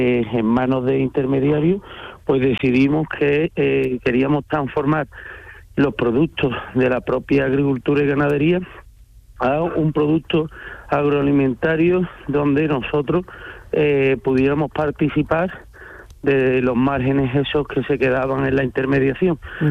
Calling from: Andalusia, Spain; ya me vine por la zona de Sevilla, donde mi familia tenía negocios de agricultura y ganadería

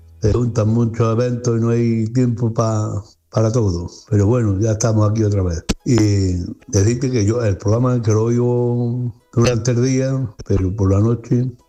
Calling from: Padul, Andalusia, Spain; de Padul.

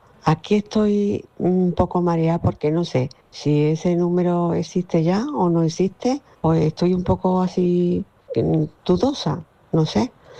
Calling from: Córdoba, Andalusia, Spain; de Córdoba.

